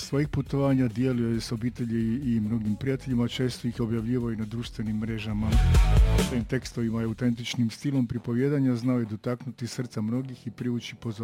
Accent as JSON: {"language": "Croatian", "country": "Netherlands", "tie": "born or raised there", "said": "Odrastao sam u Nizozemskoj i pamtim obiteljska putovanja autom na relaciji Rotterdam-Pula."}